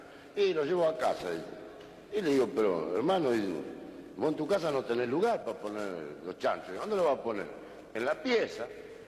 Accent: Luján, Buenos Aires Province, Argentina; porque nosotros somos criados, nacidos y criados en Luján.

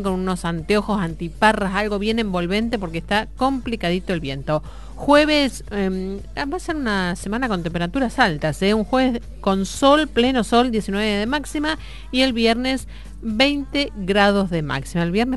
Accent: Argentina

